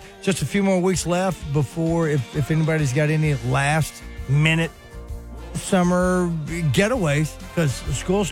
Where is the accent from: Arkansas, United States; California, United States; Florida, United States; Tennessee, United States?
Arkansas, United States; Hot Springs; Growing up in Hot Springs, we didn't go to Lake Washington as a kid because it was way out there.